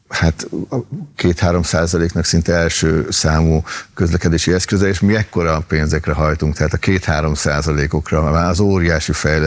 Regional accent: Újpest, Budapest, Hungary; újpesti vagyok, onnan származom, ugye, és gyakorlatilag abban az utcában lesz az új metró megálló, ahol felnőttem, tehát Rózsa utcában

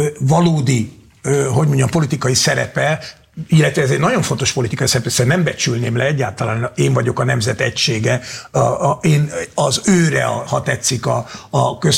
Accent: Hungary; én, mint magyar választópolgár, mint magyar ember

